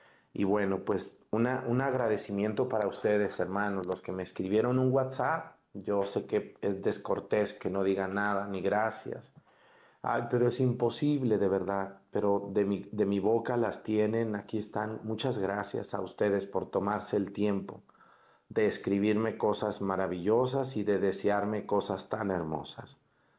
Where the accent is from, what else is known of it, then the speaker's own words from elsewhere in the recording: Mexticacán, Jalisco, Mexico; now in Guerrero, Mexico; por mi pueblo Mexticacán